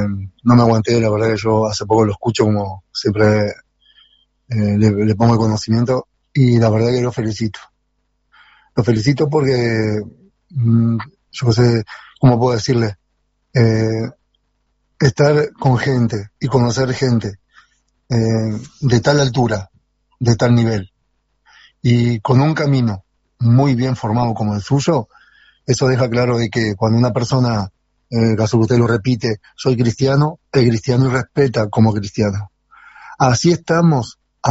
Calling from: Uruguay

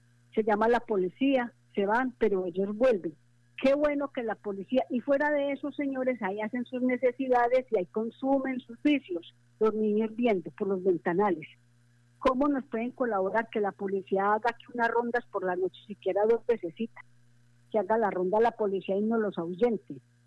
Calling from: Pereira, Risaralda, Colombia

